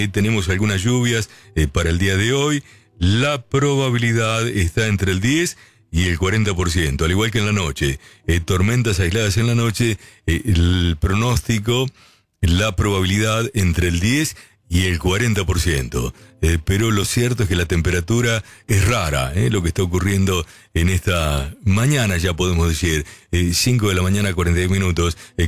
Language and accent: Spanish; Argentina; te cuento algunas cosas de mi República Argentina